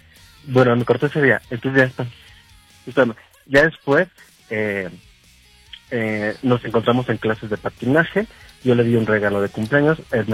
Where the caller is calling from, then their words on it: Mexico City, Mexico; De Ciudad de México, de Parque Lindavista.